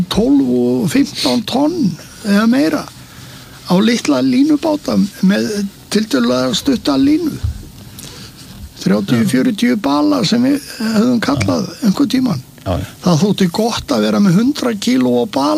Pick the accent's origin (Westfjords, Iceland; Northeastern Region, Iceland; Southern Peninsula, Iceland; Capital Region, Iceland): Southern Peninsula, Iceland; Sandgerði; við erum úr Sandgerði en við fórum á þessa staði til að fiska löndum stundum í Þorlákshöfn og stundum í Vestmanneyjum